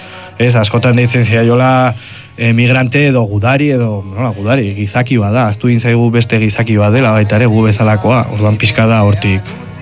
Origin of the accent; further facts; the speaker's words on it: Pamplona, Navarre, Spain; Iruñan bizi izan naiz eta jaio egin naiz